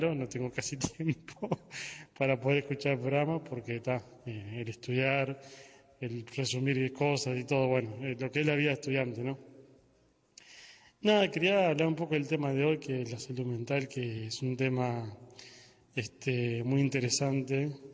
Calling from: Montevideo, Uruguay; vivo en Montevideo, estudio en la Facultad de Comunicación

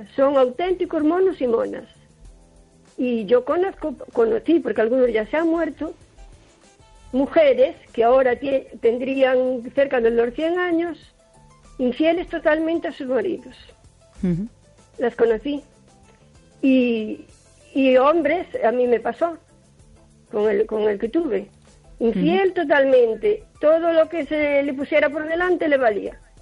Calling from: O Carballiño, Galicia, Spain; de Carballiño.

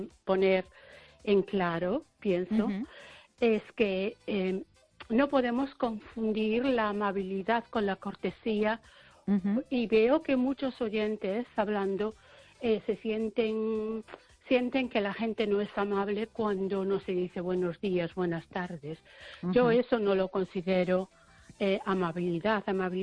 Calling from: Ames, Galicia, Spain

